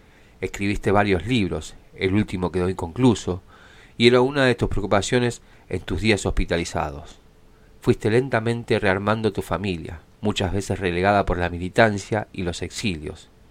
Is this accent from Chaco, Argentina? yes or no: no; Chivilcoy, Buenos Aires Province, Argentina; also born or lived in La Plata; estudios universitarios en La Plata, y como tal participé haciendo yerpa de mis compañeros en la JP de mi pueblo, Chivilcoy.